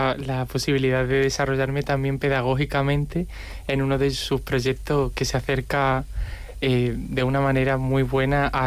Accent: Extremadura, Spain; Pues mira, como vengo de un entorno rural, o sea, vengo de Extremadura, para mí, o sea, siempre he concebido la danza como algo que pudiese ser siempre accesible a todo el mundo.

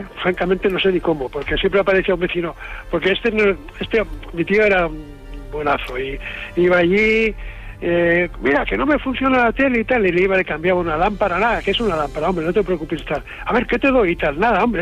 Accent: Calafell, Catalonia, Spain; Bueno, mi pueblo es Calafell, en la provincia de Tarragona.

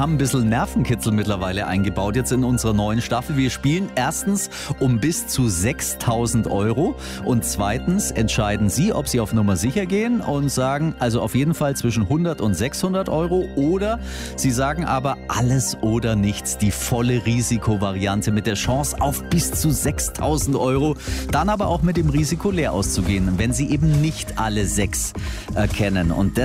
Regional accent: Swabia, Germany; Kann ich komplett nachvollziehen als Schwabe.

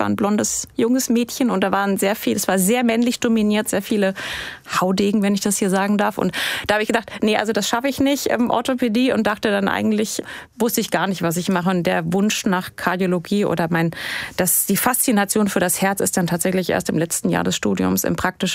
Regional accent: Hesse, Germany; born or raised there; also born or lived in Lower Franconia

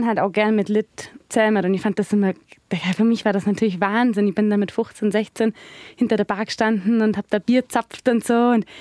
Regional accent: Bad Hindelang, Bavaria, Germany; Ich komme aus Hindelang. Mhm. Das ist quasi ganz relativ südlich. Genau, und bin da aufgewachsen

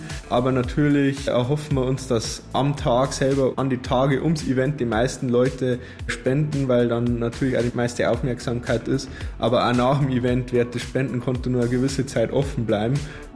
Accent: Bavaria, Germany; ja gut, ich komme aus Bayern, bin in Bayern aufgewachsen, bin da verwurzelt.

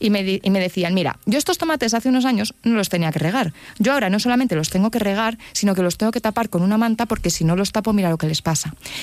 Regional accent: Cáceres, Extremadura, Spain; Mira, estoy ahora mismo en mi pueblo, en Cáceres, y estaba hablando con agricultores el otro día

